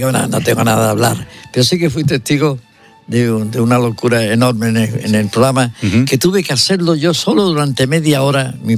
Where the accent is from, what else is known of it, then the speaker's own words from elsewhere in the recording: Granada, Andalusia, Spain; accent: Andalusian; ese es el tono con el que vamos andaluces. Cosa que yo ya lo he perdido, cosa que no me agrada porque yo soy granadino, español y europeo.